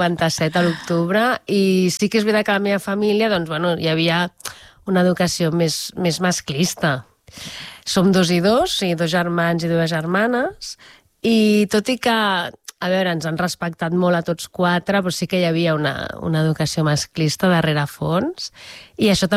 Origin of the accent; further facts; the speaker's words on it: Barcelona, Catalonia, Spain; moved away as an adult; also born or lived in La Garriga; now in Molins de Rei, Spain; Nosaltres som de Barcelona, però, bueno, ens vam conèixer a l'Ametlla del Vallès per uns temes de cases d'estiuets i, bueno, ens vam conèixer allà. I llavors vam anar a viure a la Garriga.